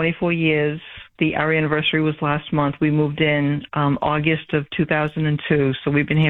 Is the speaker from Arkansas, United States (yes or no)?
no; Boston, Massachusetts, United States; moved away as an adult; now in Brockton, United States; And I'm originally from, I grew up in Brighton